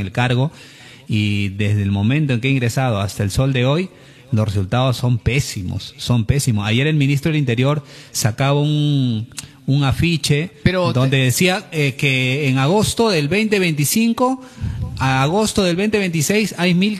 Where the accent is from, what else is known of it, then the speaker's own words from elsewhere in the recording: Peru; hablo como un poblador más, como un peruano más que ve las noticias y la muerte de nuestros hermanos peruanos, choferes, todos los días.